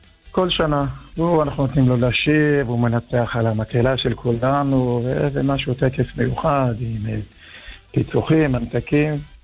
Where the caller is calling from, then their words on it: Bnei Brak, Tel Aviv District, Israel; אנחנו מבני ברק.